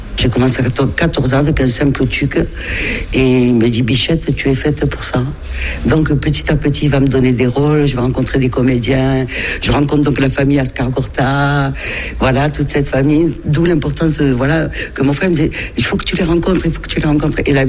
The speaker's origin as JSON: {"language": "French", "town": "Montauban", "region": "Occitanie", "country": "France", "tie": "born there", "said": "Je suis née à Montauban, rue de la Résistance, en plein centre-ville, là, juste à côté."}